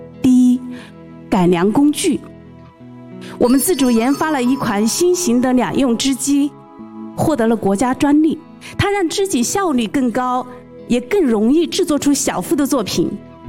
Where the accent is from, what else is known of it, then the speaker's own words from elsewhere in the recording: Enshi, Hubei, China; 我和我的妹妹从小在恩施长大，在歌舞团当了十多年的演员，